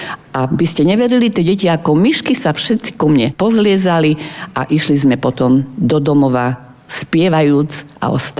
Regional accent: Prešov, Prešov Region, Slovakia; ja som Prešovčanka

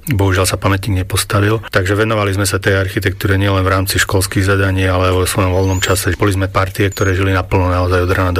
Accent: Banská Bystrica, Banská Bystrica Region, Slovakia; Ja pochádzam z centra Banskej Bystrice

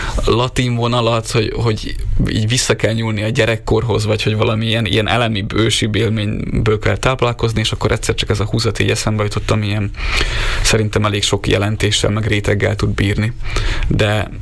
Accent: Trnava Region, Slovakia; én is inkább így, így csallóköziként hivatkoznék magamra

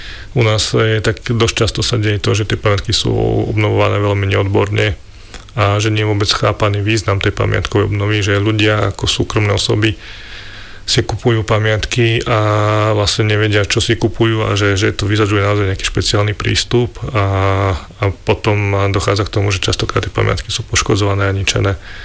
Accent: Banská Štiavnica, Banská Bystrica Region, Slovakia; Ja som z Banskej Štiavnice

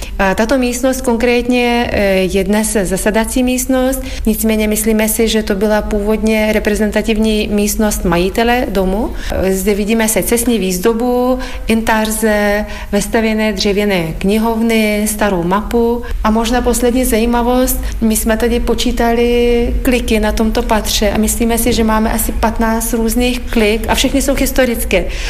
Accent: Lithuania; born there; accent: Lithuanian; Czech is a second language; moved away as an adult; now in Czech Republic; Ja som sa narodila v Litvě a do Československa tehdy som přijela v roce 92, protože jsem se chystala na přijímací zkoušky na právnickou fakultu Univerzity Karlovy, takže mluvím česky, ale samozřejmě s litevským přízvukem

